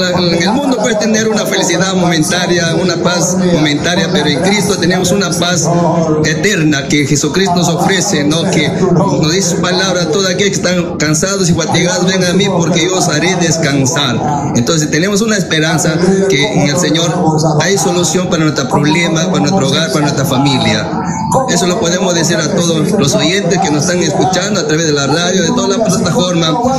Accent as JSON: {"language": "Spanish", "region": "Huánuco", "country": "Peru", "said": "Bueno, venimos de la ciudad de Huánuco. Pertenecemos a la zona 119, San Luis Huánuco."}